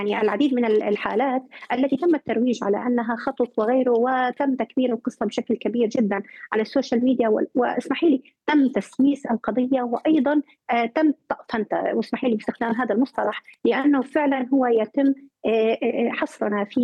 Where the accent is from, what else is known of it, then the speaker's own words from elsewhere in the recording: Syria; نحن كشعب سوري